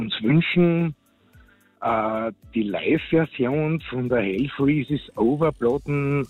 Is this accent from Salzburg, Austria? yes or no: no; Graz, Styria, Austria; born there; Ja, ich bin gebürtiger Grazer.